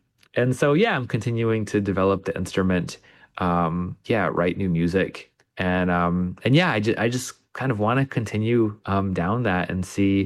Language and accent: English; Plattsburgh, New York, United States; moved away as an adult; now in Charlottesville, United States; Ironically, it's also my hometown, where I grew up.